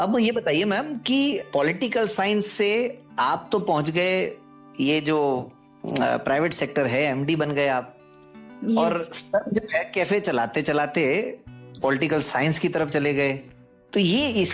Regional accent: Ajmer, Rajasthan, India; मैं अजमेर में हूँ।

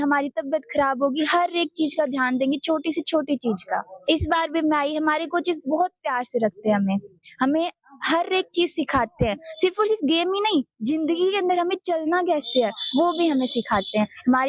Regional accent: Sri Ganganagar, Rajasthan, India; मैं श्री गंगानगर राजस्थान से बिलोंग करती हूँ।

